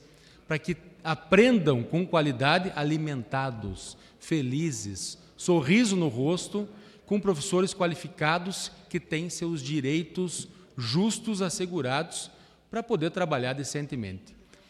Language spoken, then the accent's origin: Portuguese; Paraná, Brazil; now in Brasília, Brazil; Venho do Paraná